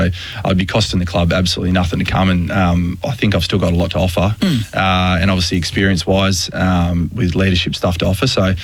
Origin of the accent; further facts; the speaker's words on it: Perth, Western Australia, Australia; moved away; also born or lived in Melbourne; We grew up in Perth together many, many, many years ago.